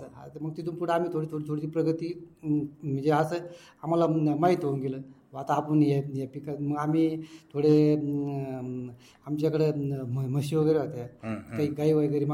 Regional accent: Maharashtra, India; तिथं आमचा जन्म वगैरे सगळं तिथेच झाला.

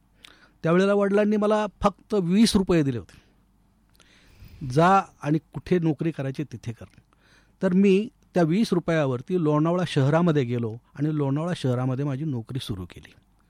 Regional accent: Somthane Khurd, Maharashtra, India; मी अहिल्यानगर जिल्ह्यामध्ये पाथर्डी तालुक्यात सोमठाणे खुर्द एक छोटंसं गाव आहे, त्या खेडेगावामध्ये माझा जन्म झाला आणि माझं बालपण संपूर्ण त्या ठिकाणीच गेलेलं आहे। ऍक्च्युली हे जे सोमठाणे खुर्द हे गाव आहे, हे अहिल्यानगर जिल्ह्यातलं एक ऐतिहासिक गाव आहे।

